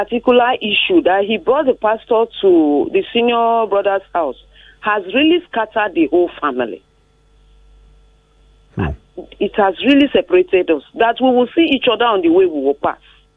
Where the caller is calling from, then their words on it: Edo, Nigeria; I'm from Edo State.